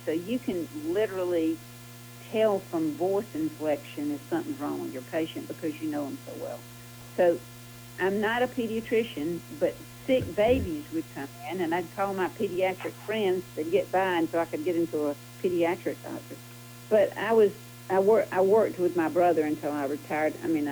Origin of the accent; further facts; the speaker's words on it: Sandersville, Georgia, United States; I'm from Sandersville, Washington County